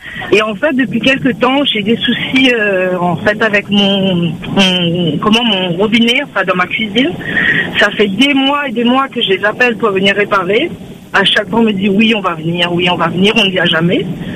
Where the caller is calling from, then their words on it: Saint-Benoît, Réunion; j'habite à Saint-Benoît.